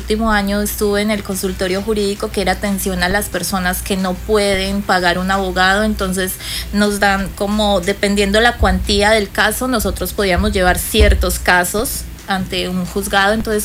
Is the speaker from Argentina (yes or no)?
no; Colombia; Yo soy de Colombia.